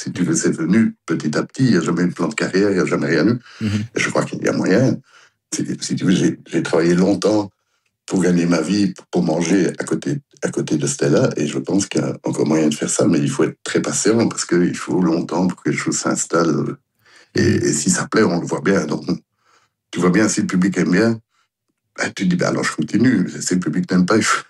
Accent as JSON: {"language": "French", "country": "Belgium", "said": "pour moi, je suis belge."}